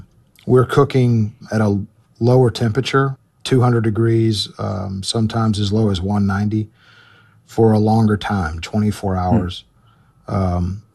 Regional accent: Memphis, Tennessee, United States; born there; I was born in Memphis.

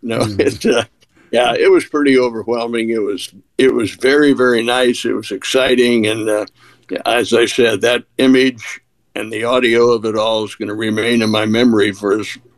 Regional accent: Bloomington, Illinois, United States; I grew up in Bloomington, Normal.

